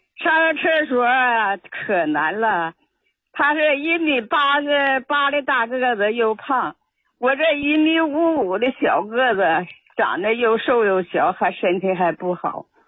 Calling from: Qiqihar, Heilongjiang, China; 我是齐齐哈尔大民屯的，

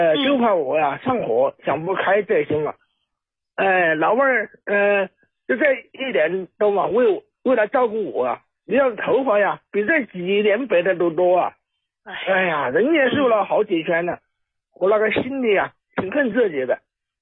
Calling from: Chongqing, China; 我家是重庆的。

